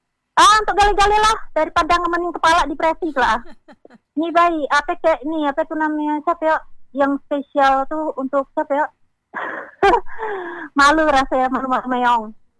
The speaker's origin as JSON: {"language": "Indonesian", "region": "Bangka Belitung Islands", "country": "Indonesia", "said": "Kita orang Bangka, gak boleh ngomong Palembang tuh."}